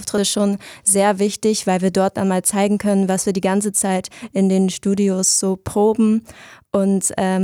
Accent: Oldenburg, Lower Saxony, Germany; born there; moved away as an adult; now in Rostock, Germany; Ich komme nämlich gebürtig aus Niedersachsen, da aus Oldenburg.

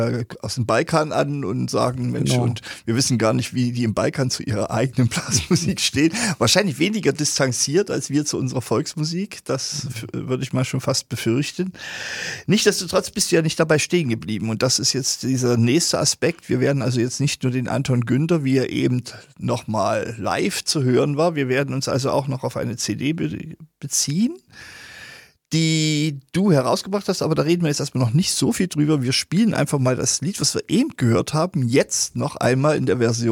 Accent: Zwickau, Saxony, Germany; moved away; ich bin ja also nicht Erzgebirge, ich bin Zwickauer, also das ist dann schon vor Erzgebirge Sachsen.

